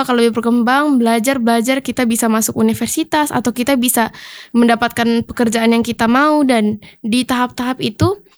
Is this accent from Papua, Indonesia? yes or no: yes; Papua, Indonesia; kita dari Papua kita tuh bisa.